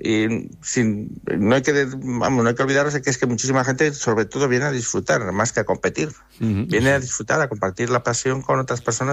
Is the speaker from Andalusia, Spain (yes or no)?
no; Valladolid, Castile and León, Spain; las personas que lo hemos promovido somos de aquí, de Valladolid.